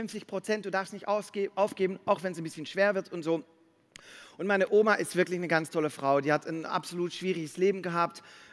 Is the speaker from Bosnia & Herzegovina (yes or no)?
no; Belgium; now in Germany; natürlich wie in Deutschland trinken auch Belgier manchmal was gerne.